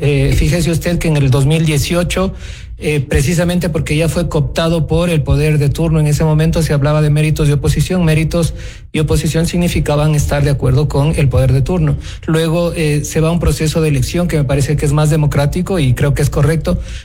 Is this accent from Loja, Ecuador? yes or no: yes; Loja, Ecuador; yo vengo de Loja, mis padres son del cantón Catacocha, desde ahí es donde vengo.